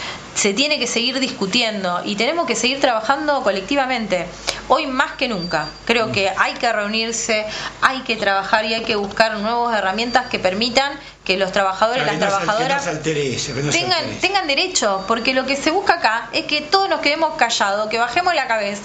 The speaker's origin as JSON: {"language": "Spanish", "country": "Argentina", "said": "la identidad que nosotros tenemos como argentinos, como ciudadanos, como trabajadores."}